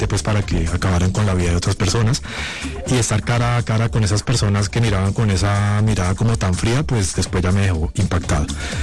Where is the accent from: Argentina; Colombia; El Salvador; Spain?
Colombia; Ginebra, Valle del Cauca; y pues yo soy del Valle del Cauca, de Ginebra Valle, y trabajaba en Cali.